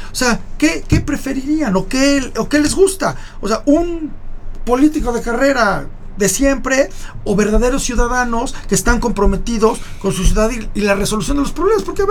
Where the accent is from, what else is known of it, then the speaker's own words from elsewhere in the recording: Mexico; eso es lo que queremos como mexicanos, como ciudadanos.